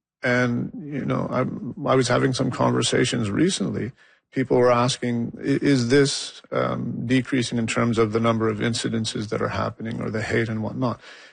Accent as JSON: {"language": "English", "region": "London", "country": "United Kingdom", "said": "What steps am I taking as a Londoner, as a member of this community"}